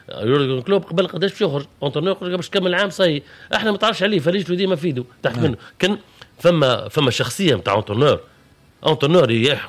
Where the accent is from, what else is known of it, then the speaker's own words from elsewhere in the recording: Tunisia; انا اونترنور تونسي بصراحه